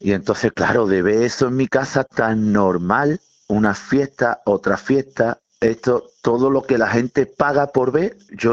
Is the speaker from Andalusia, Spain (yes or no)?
yes; Belén, Málaga, Andalusia, Spain; Yo soy de Belén, Málaga.